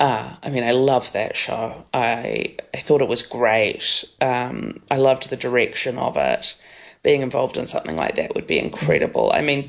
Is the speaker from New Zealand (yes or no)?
yes; New Zealand; There is an element of like swindling that I lack, maybe through my nature of being a New Zealander or something